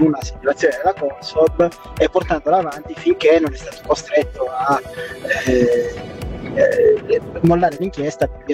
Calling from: Sardinia, Italy; Ciao, sono dalla Sardegna.

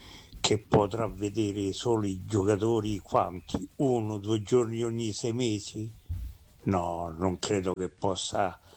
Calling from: Rome, Lazio, Italy

